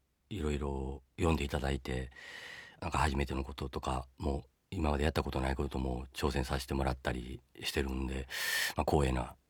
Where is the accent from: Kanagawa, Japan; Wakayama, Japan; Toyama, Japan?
Wakayama, Japan; 自分の地元の和歌山